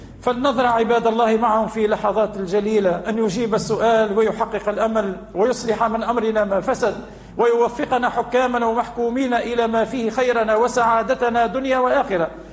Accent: Tunisia; وأن يوحد قلوبنا كتونسيين نحو محبة بعضنا بعضا.

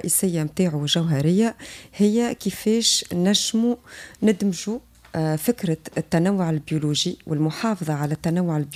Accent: Tunisia

